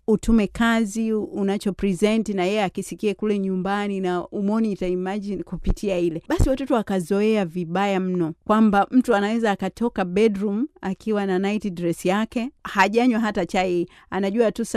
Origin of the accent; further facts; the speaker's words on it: Lushoto, Tanga Region, Tanzania; moved away as an adult; now in Austria; mimi natoka Lushoto kule Gare